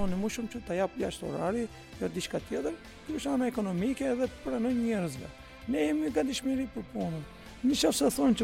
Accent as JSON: {"language": "Albanian", "region": "Istanbul", "country": "Turkey", "lives_now": "Albania", "said": "Kam martuar në Turqi, është nga Izmiri është. Ajo, unë jam nga Stambulli, edhe kemi i njohim nga Turqia"}